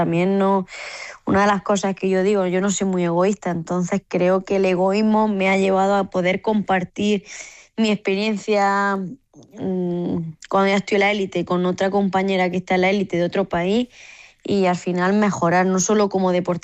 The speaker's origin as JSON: {"language": "Spanish", "town": "Granada", "region": "Andalusia", "country": "Spain", "said": "para mí, como granadina, estar a una hora de casa, pues es especial"}